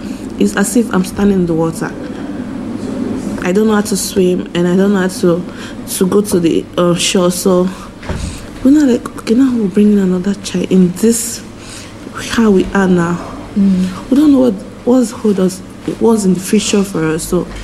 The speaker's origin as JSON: {"language": "English", "country": "Nigeria", "tie": "born or raised there", "lives_now": "Ireland", "said": "The way we grew up in Nigeria is we could have the whole space, the community. Yeah, it's, you could, once you bring out your child, your child belongs to the community. But Ireland here is just not like that."}